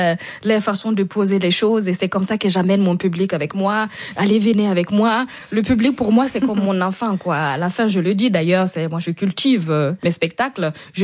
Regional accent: Burkina Faso; chez nous au Burkina, donc vous savez, en fait on a ce respect là chez nous les Burkinabés

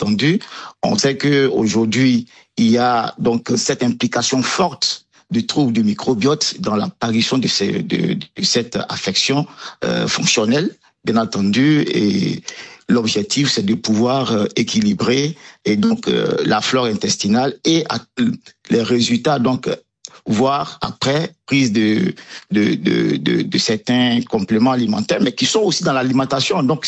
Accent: Côte d’Ivoire; la fièvre typhoïde qui est courante chez nous, en Afrique, aussi en Côte d'Ivoire

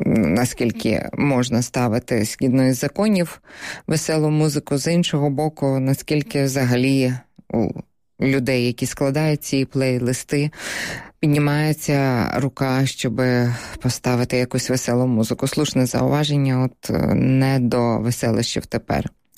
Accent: Kyiv, Ukraine; Ну, я вам як киянка скажу, що справді і ця ніч, на жаль, була теж дуже-дуже непростою.

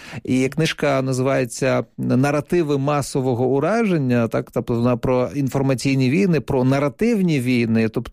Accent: Donetsk, Donetsk Oblast, Ukraine; І якраз ця книжка мені так само цікаво є, як людині з Донецька, почитати якраз її міркування.

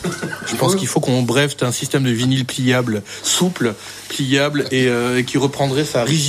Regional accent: Réunion; now in Toulouse, France; Je suis originaire de La Réunion.

